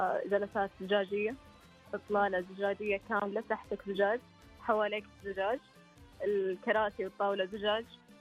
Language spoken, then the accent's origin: Arabic; Abha, Asir, Saudi Arabia; أنا من أهل أبها